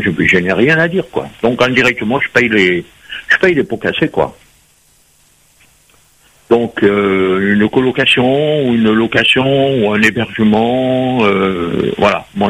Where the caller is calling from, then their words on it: France; Alors, je suis en métropole. J'ai 73 ans.